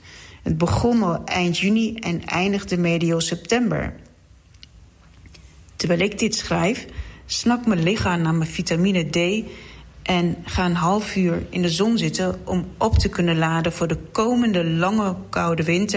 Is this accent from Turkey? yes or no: yes; Mardin, Turkey; now in Netherlands; mijn geboorteplaats Mardin in het zuidoosten van Turkije. Daar kenden wij in de zomer alleen maar tropische dagen, soms boven de 40 graden